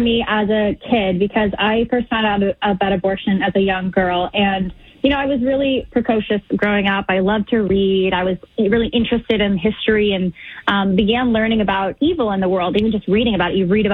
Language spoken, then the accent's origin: English; San Jose, California, United States; 10 miles from where I grew up in San Jose, California